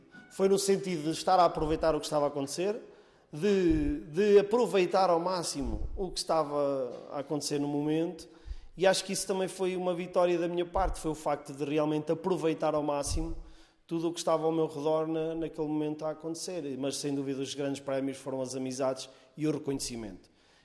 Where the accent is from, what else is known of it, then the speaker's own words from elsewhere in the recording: Dornelas do Zêzere, Portugal; no rancho da minha terra, do Ornelas do Zezer